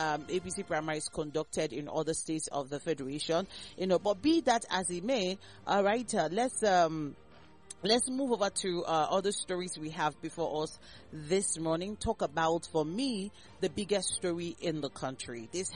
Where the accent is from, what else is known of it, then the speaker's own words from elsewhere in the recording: Nigeria; as a Nigerian